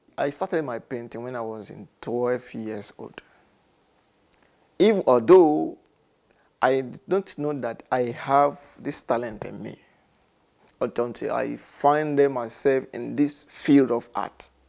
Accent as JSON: {"language": "English", "country": "Nigeria", "second_language": "English", "moved": "as an adult", "said": "I'm from Nigeria. I studied fine art and I specialize on sculpture."}